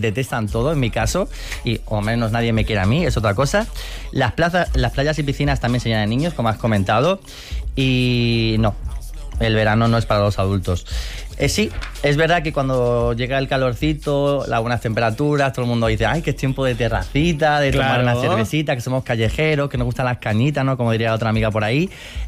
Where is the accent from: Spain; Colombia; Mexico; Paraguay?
Spain; Fuengirola, Andalusia; Málaga, yo soy de Fuengirola, un sol de ciudad.